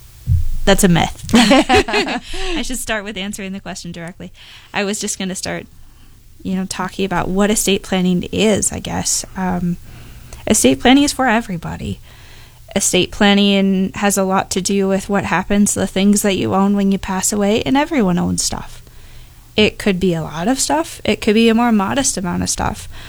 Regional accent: Appleton, Wisconsin, United States; I am I'm from Appleton. I went to St. Norbert for undergrad and Marquette for law school. Immediately after graduating, I kind of came back to Appleton.

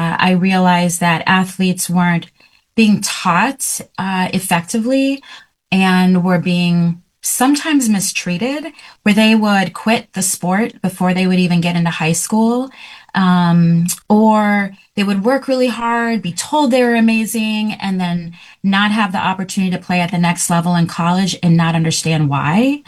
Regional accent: Florida, United States; moved away as an adult; now in Wisconsin, United States; I am actually originally from Florida

